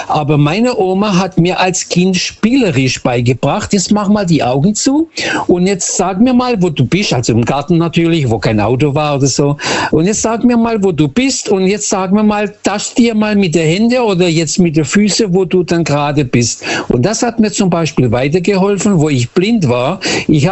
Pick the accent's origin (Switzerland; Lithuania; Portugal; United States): Portugal; Lisbon; German is a second language; now in Germany; ich komme aus Portugal, aus Lissabon, meine Eltern haben da unten Tag und Nacht gearbeitet